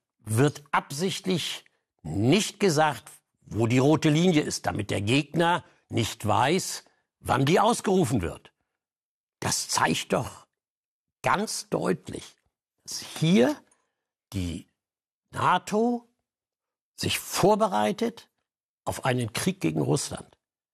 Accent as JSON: {"language": "German", "country": "Germany"}